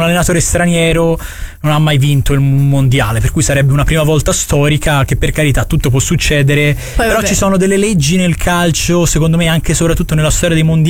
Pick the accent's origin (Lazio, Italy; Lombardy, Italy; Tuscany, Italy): Tuscany, Italy; Antella; ci separa un poggio, come diremo dalle nostre parti, la collina di Belmonte a separare Lantella e Grassina, per cui pochi chilometri